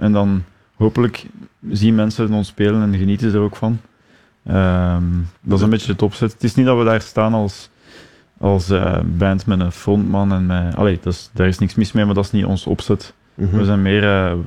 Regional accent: Dilbeek, Flanders, Belgium; En wij zijn van Schepdal, Itterbeek, Dielbeek eigenlijk.

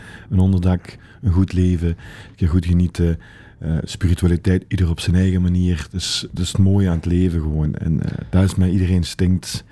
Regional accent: Neerpelt, Flanders, Belgium; born there; Dat is in Neerpelt, mijn geboortedorp.

